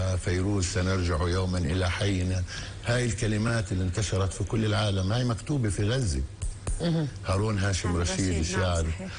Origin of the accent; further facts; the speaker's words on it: Palestine; إحنا أيضا كفلسطينيين